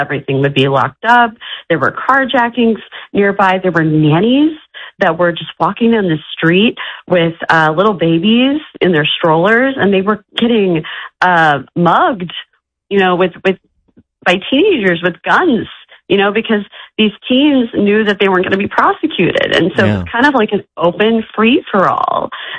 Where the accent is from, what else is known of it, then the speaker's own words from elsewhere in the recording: Kansas City, United States; now in San Francisco Bay Area, United States; I'm originally from the Heartland. I'm originally from Kansas City.